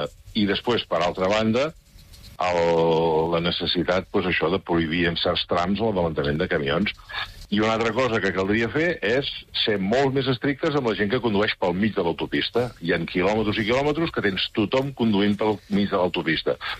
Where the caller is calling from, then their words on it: Girona, Catalonia, Spain; soc de Girona.